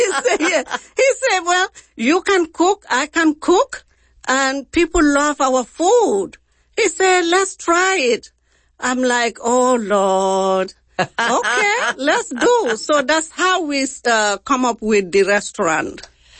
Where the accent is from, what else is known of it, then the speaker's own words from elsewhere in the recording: Gambia; I'm from Gambia, West Africa, of course, to Senegal. We share the border from Senegal.